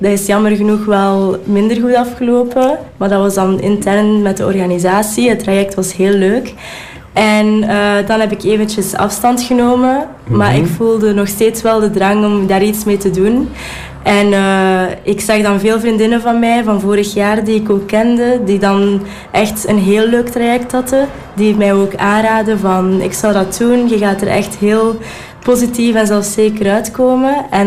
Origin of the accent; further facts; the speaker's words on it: Moerbeke, Flanders, Belgium; Ik ben 21 jaar en ik ben afkomstig uit Moerbeke.